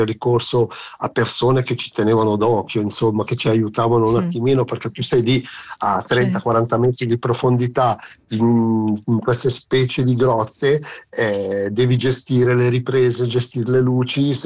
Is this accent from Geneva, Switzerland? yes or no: no; Ticino, Switzerland